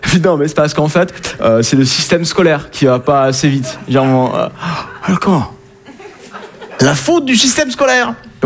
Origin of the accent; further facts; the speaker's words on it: Southern France, France; Hein, je viens du sud de la France.